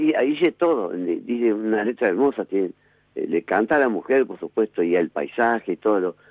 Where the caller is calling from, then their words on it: Rivadavia, Argentina; como soy de Rivadavia